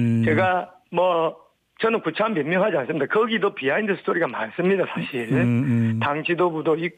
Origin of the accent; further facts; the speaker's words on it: Busan, South Korea; 제가 뭐 부산 사나이로서